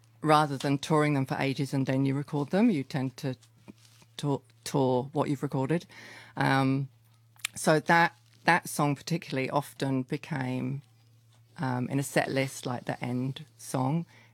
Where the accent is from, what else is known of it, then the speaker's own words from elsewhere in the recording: Ely, East of England, United Kingdom; I grew up in England, in rural England, in Ely, Cambridgeshire.